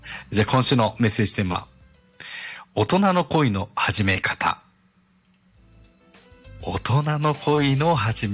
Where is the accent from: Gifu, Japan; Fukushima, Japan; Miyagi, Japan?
Miyagi, Japan; Sendai; moved away; 地元の仙台に出張で1週間ほど行ってまして、